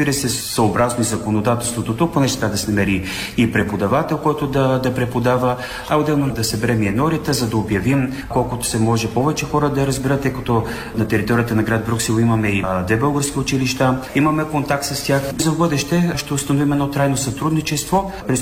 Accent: Damyanitsa, Blagoevgrad Province, Bulgaria; moved away as an adult; also born or lived in Sandanski / Garmen; now in Brussels, Belgium; Роден съм в град Сандански, отрасъл съм в село Дамяница. Завърших основното си образование, но разбира се, между селото Дамяница, което е по поречето на река Струмен, едно хубаво селце, там съм израснал, но и в едно друго село, Гърмен

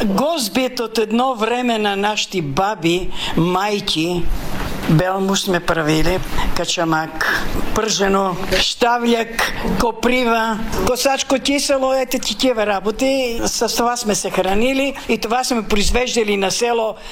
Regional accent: Vidin Province, Bulgaria; Родена съм в Белоградчишко село на 12 км Паралуш, да живеем тук от 60-та година.

